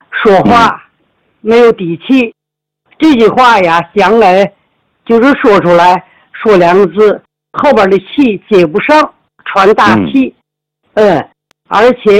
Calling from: Tianjin, China; 我来自天津河东区。

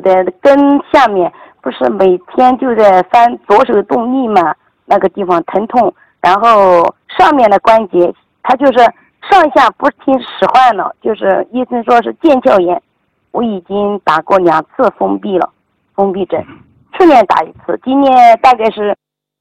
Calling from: Xuancheng, Anhui, China; 我是来自安徽宣城的 … ，出生在75年农历11月20日。

